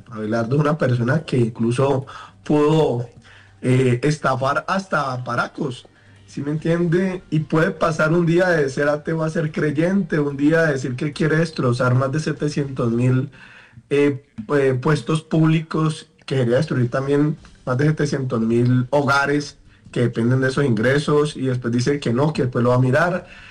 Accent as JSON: {"language": "Spanish", "town": "Cali", "region": "Valle del Cauca", "country": "Colombia", "said": "Yo soy caleño, sí. Soy caleño, pero sí. Pues ahora estoy entre Cali y Bogotá"}